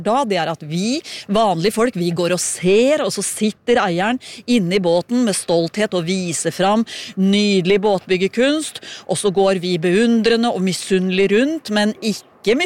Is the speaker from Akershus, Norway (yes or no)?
no; Drammen, Buskerud, Norway; jeg er fra Drammen